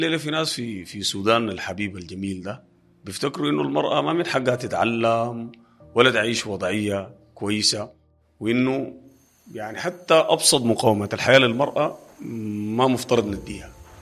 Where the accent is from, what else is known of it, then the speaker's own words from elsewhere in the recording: Sudan; إحنا كسودانيين